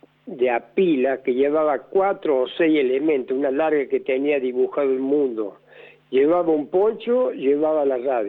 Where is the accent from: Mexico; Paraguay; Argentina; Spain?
Argentina; Córdoba; Pero no, yo soy del barrio Alta Córdoba.